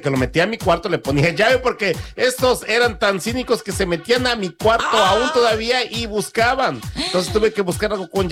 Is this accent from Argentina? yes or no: no; Mexico; moved away; allá en México, de donde soy yo